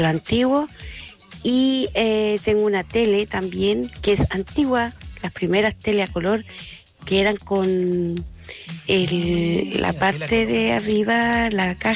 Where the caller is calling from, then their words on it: Copiapó, Atacama, Chile; soy de Copiapó.